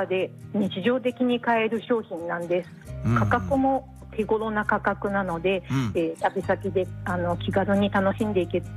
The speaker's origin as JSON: {"language": "Japanese", "region": "Tokyo", "country": "Japan", "tie": "born or raised there", "also_born_or_lived": "Aichi", "moved": "as an adult", "said": "私は東京生まれで東京で育ってるんですけども、"}